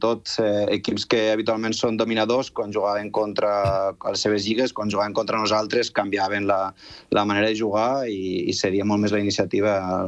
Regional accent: Gandesa, Catalonia, Spain; segueixo vivint aquí a Catalunya, segueixo vivint a Gandesa, el meu poble natal

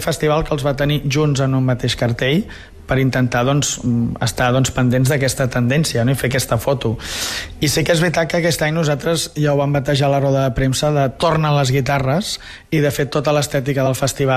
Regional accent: Figueres, Catalonia, Spain; els que som de Figueres

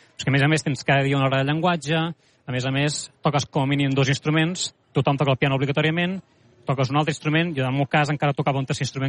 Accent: Catalonia, Spain; com a catalans

